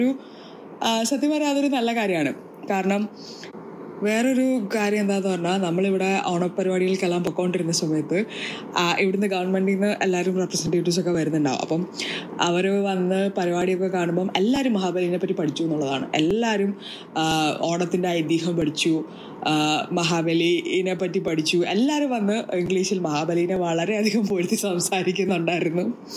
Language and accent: Malayalam; Pathanamthitta, Kerala, India